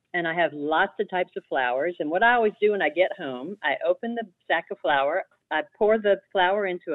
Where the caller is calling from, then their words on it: Papua, Indonesia; I'm calling from Papua on the island of New Guinea in Indonesia.